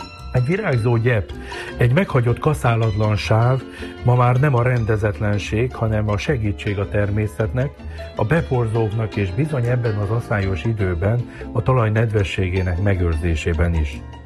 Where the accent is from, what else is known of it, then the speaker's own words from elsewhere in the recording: Földeák, Csongrád-Csanád, Hungary; Földeákon, szülőfalunkban